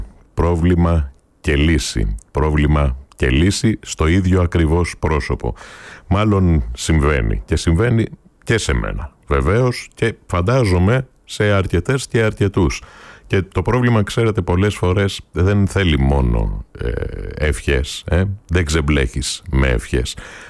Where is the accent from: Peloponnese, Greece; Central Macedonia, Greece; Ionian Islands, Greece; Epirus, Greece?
Peloponnese, Greece; Nafplio; moved away; στην πατρίδα μου στον Ναύπλιο